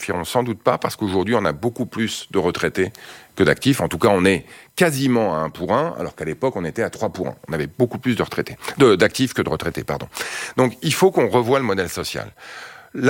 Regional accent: Montreuil, Île-de-France, France; born or raised there

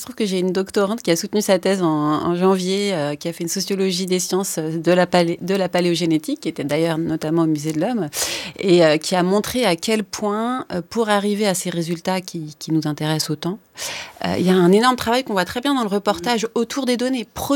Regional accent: Paris, Île-de-France, France; born there; Donc moi, je suis née à Paris, donc je vais être étiquetée parisienne, alors que j'ai une partie de ma famille qui est russe, une autre partie qui est du nord de la France.

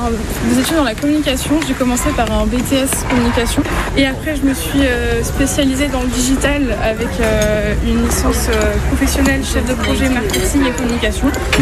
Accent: Normandy, France; moved away as an adult; also born or lived in Doubs / Ille-et-Vilaine; now in Fougères, France; Alors moi, de base, je suis originaire de Normandie, mais j'ai fait mes études entre la Normandie, le Doubs et l'Ille-et-Vilaine, donc j'ai un peu parcouru et je suis arrivée en fait en Ille-et-Vilaine pour mon master.

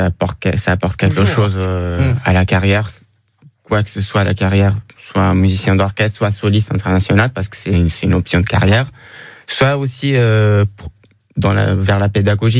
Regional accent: Portugal; Alors, faut juste savoir que moi, je suis portugais aussi. Ouais. Donc, ma vie a commencé, comme la plupart des musiciens avant, au Portugal, dans un orchestre d'harmonie.

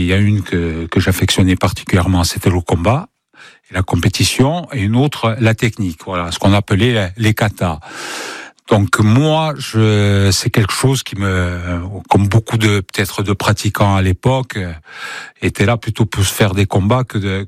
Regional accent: Albertacce, Corsica, France; also born or lived in Bastia; Il y a 5 villages, moi je suis d'Albertach.

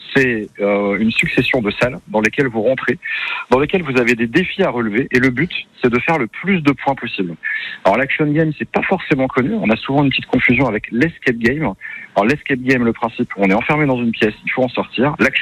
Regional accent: Dijon, Bourgogne-Franche-Comté, France; Oui, je suis né à Dijon et j'ai grandi à Dijon, tout à fait.

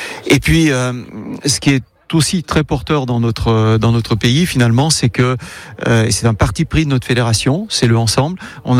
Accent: France

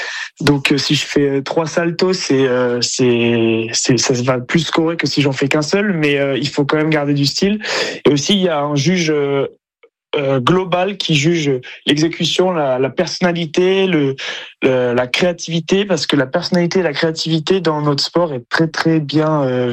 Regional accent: Bordeaux, Nouvelle-Aquitaine, France; C'est ça, moi je suis bordelais, oui. De naissance, et j'y ai vécu 20 ans.

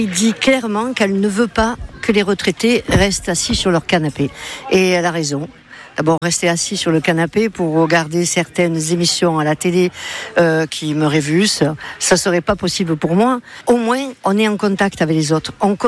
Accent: La Ciotat, Provence-Alpes-Côte d'Azur, France; born there; moved away; je suis née à La Ciotat et j'y retourne toujours avec plaisir. Maman est enterrée là-bas. J'ai la famille encore qui y est.

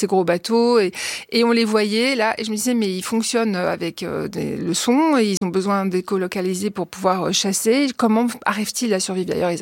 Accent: Corsica, France; je suis corse, donc j'ai toujours vécu un pied sur terre et une palme dans l'eau.

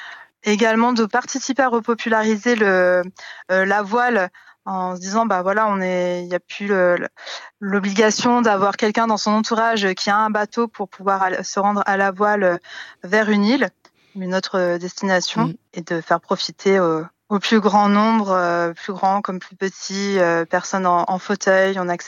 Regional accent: Brittany, France; De pouvoir le faire aussi dans ma région d'origine. Je me suis un petit peu baladée sur le globe et c'est vrai que de revenir en Bretagne et d'être dans ce projet, c'est quelque chose qui me rend fière aussi.

